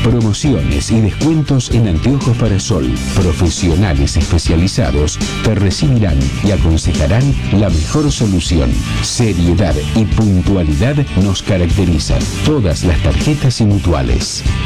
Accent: Arequito, Santa Fe, Argentina; haciendo referencia a … arequitense, de mi pueblo.

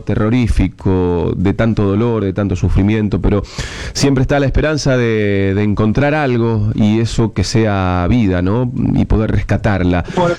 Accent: Argentina; lo que somos como argentinos

